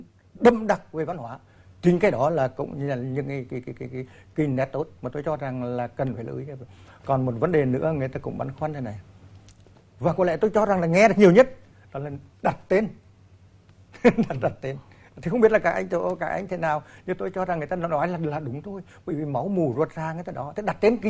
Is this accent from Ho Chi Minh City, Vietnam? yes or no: no; Quỳnh Đôi, Nghệ An, Vietnam; Ví dụ như ở quê của tôi, vì tôi Quỳnh Lôi